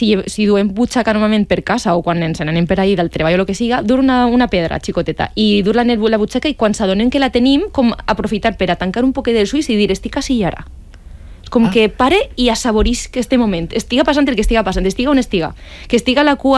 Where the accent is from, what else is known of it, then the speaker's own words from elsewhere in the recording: Vilamarxant, Valencian Community, Spain; jo soc de Vilamarxant